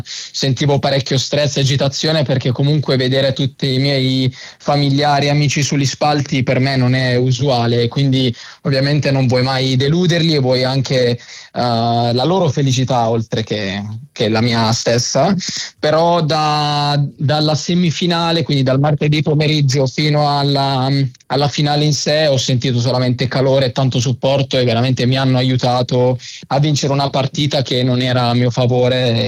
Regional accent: Santeramo in Colle, Apulia, Italy; quando avevo più o meno 7 anni, ovviamente per divertimento qua nel mio paese, Santeramo in Colle.

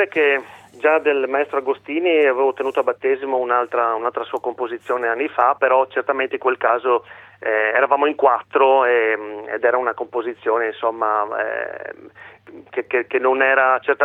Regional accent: Udine, Friuli-Venezia Giulia, Italy; io sono di Udine Nord.

